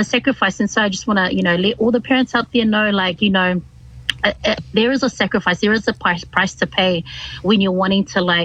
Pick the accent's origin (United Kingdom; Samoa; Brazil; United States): Samoa; I come from Samoa, the villages, Nu'usutia Safata, Gengikua, Mota'a, Iwa Sava'i, and also Faliliman Iwa.